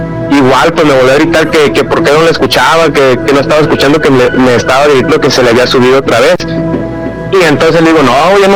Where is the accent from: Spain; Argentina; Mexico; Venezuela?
Mexico; Santiago Ixcuintla, Nayarit; born or raised there